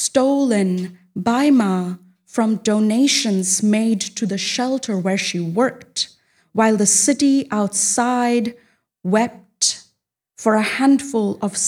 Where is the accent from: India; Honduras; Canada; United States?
India; Kolkata, West Bengal; my hometown of Kolkata in India